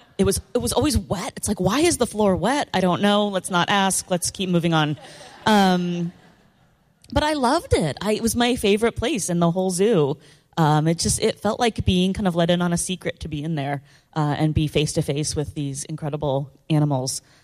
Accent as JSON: {"language": "English", "town": "Tacoma", "region": "Washington", "country": "United States", "tie": "born or raised there", "said": "I grew up in Tacoma, Washington, and we have the Point Defiance Aquarium and Zoo in Tacoma."}